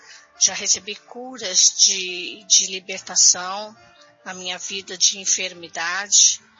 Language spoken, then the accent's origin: Portuguese; São Paulo, Brazil; Eu sou daqui da região do Itaim Paulista.